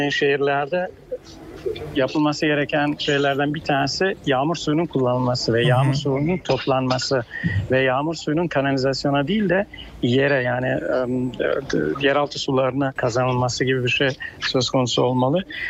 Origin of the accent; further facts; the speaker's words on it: Çukurova, Turkey; also born or lived in Tarsus; Yani ben Tarsus doğumluyum. Çukurova'da büyüdüm.